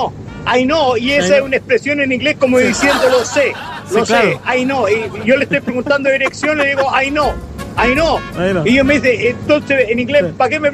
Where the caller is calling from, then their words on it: Canada; vivo en Canadá.